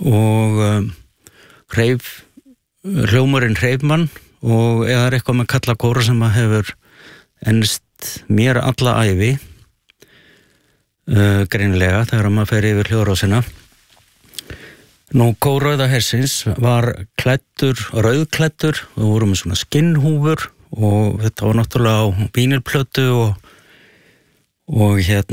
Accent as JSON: {"language": "Icelandic", "town": "Helsinki", "region": "Uusimaa", "country": "Finland", "tie": "born or raised there", "said": "Ég fæddur í Finnlandi og er svona kaldastríðsbarn."}